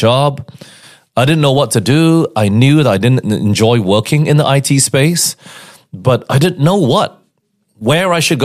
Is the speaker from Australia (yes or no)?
yes; Melbourne, Victoria, Australia; born there